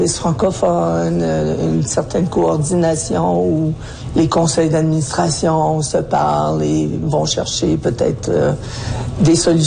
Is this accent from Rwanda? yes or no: no; Mattice, Ontario, Canada; now in Timmins, Canada; je suis originaire de Mathès, Ontario. Puis depuis 2022, je vis à Timmins.